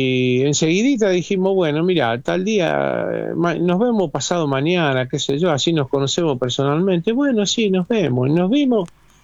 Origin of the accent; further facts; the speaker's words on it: Rosario, Santa Fe, Argentina; born there; Sí, los dos, mi señora también, los dos nacimos en Rosario.